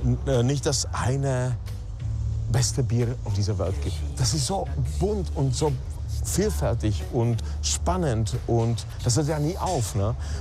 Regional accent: Lomnice nad Popelkou, Liberec Region, Czechia; Letztendlich in der Stadt, wo ich aufgewachsen bin, Lomnice nad Popelkou, gab es die erste Brauerei schon im 15. Jahrhundert.

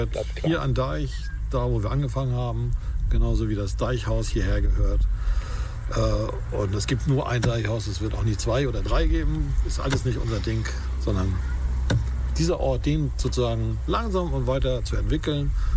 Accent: Wedel, Schleswig-Holstein, Germany; also born or lived in Hamburg / Beldorf; now in Dithmarschen, Germany; Nein, ich bin kein Hamburger. Ich bin am Wasser groß geworden und zwar in Wedel an der Elbe. Und habe ich dann langsam von Wedel über Hamburg, eine Zeit lang in Hamburg, gelebt

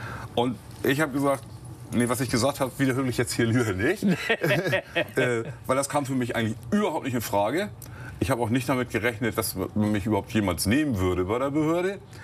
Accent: Hamburg, Germany; Als Hamburger bin ich zu den Landungsbrücken gefahren

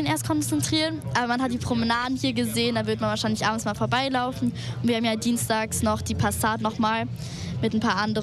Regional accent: Cologne, North Rhine-Westphalia, Germany; Und ich komme aus Köln.

